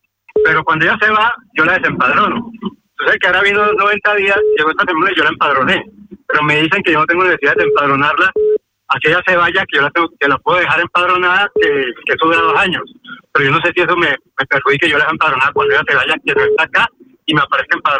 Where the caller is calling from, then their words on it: Madrid, Community of Madrid, Spain; en Madrid